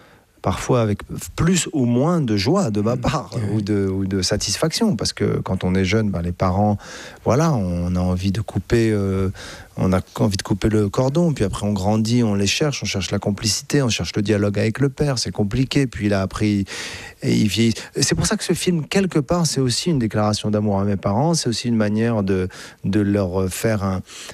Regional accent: Casablanca, Casablanca-Settat, Morocco; born there

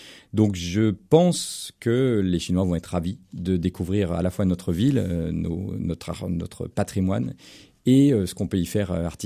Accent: France; now in Angers, France; nous en tant que Français

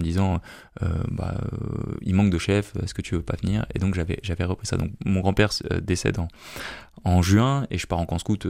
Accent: Tourcoing, Hauts-de-France, France; Alors moi, j'ai grandi à Tourcoing, dans une famille qui avait des racines chrétiennes. J'ai été baptisé, j'étais à l'école catholique à Tourcoing, puis à Lille, à Saint-Paul.

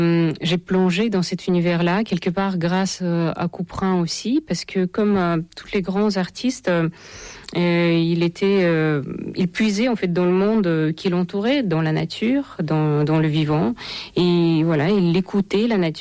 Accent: Ukraine; moved away; quand j'étais gamine en Ukraine.

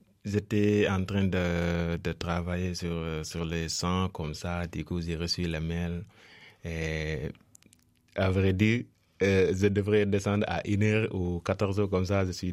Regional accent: Senegal; moved away as an adult; now in France; Ça aussi, c'est une choc culturel que nous, en tant que Sénégalais, quand on est enfant ou jeune, on peut rester jusqu'à 30 ans. Je n'ai jamais cuisiné, tu vois.

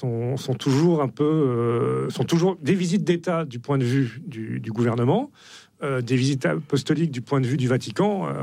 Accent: Saint-Omer, Hauts-de-France, France; J'ai grandi à Saint-Omer, qui est une petite ville du Pas-de-Calais, qui a une cathédrale.

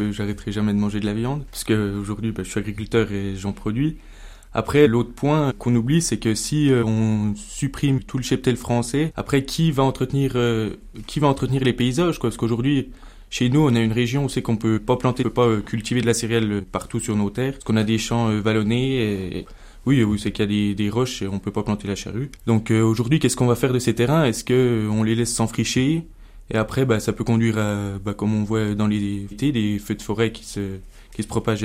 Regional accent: Bourgogne-Franche-Comté, France; moi je viens du Jura

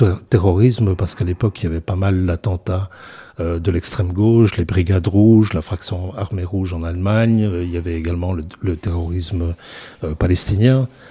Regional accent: Ohain, Wallonia, Belgium; J'ai grandi dans le Brabant wallon, dans un village qui s'appelait Ohain

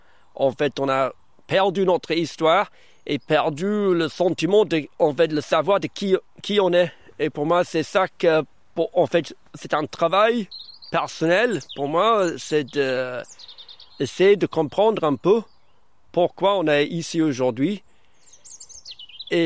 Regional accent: Brittany, France; accent: Breton; French is a second language; J'ai appris le français en Bretagne.

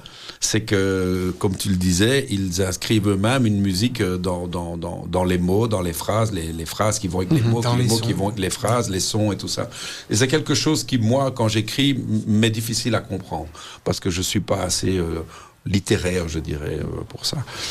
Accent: Molenbeek, Brussels, Belgium; il me connaissait bien, on vient du même coin, on vient de Molenbeek, on a été dans la même école primaire, la même école secondaire.

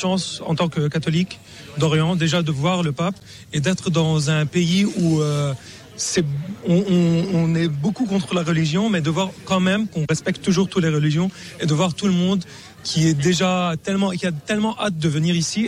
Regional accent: Lebanon; En fait, je suis Libanais, je viens du Liban, mais je n'ai pas eu la chance d'être au Liban l'année dernière pour l'accueillir.

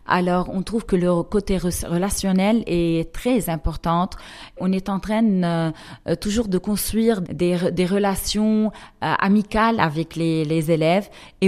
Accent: Lebanon; en tant que Libanais.

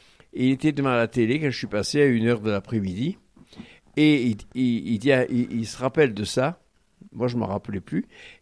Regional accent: Barcelonnette, Provence-Alpes-Côte d'Azur, France; Et non, parce que j'ai été élevé en partie à Barcelonnette dans l'année et j'allais passer mes vacances à Saint-Tropez.

